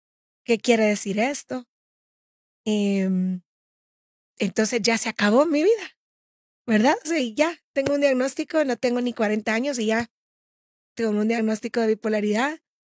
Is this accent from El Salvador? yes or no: yes; El Salvador; en mi país, El Salvador